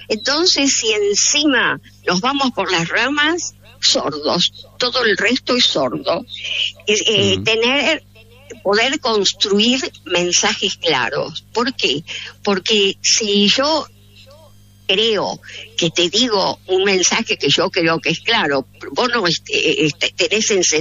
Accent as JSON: {"language": "Spanish", "region": "Buenos Aires", "country": "Argentina", "said": "Soy típica porteña que habla rápido."}